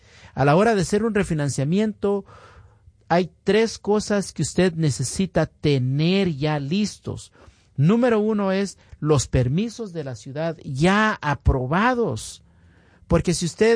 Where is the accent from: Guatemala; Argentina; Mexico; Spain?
Guatemala; born there; moved away; yo me acuerdo haber visto de niño allá en Guatemala.